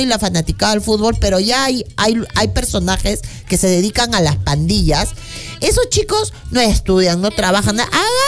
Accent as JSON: {"language": "Spanish", "country": "Peru", "said": "como los peruanos, que ganamos mucho sueldo mínimo."}